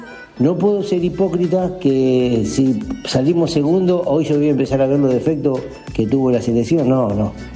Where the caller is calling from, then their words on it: San Nicolás, Buenos Aires Province, Argentina; Lo escucho todos los días, gente. Buenísimo el programa. … de San Nicolás.